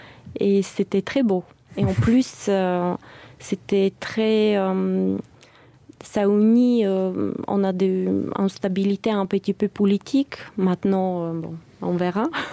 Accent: Bulgaria; Je fais l'expérience, quand je disais que je viens de la Bulgarie, normalement c'était Stoichkov.

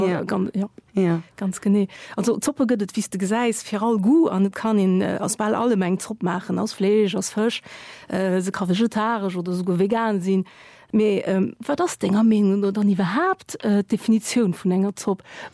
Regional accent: Portugal; German is a second language; now in Germany; aber ich als Portugiesin, ich bin auch so

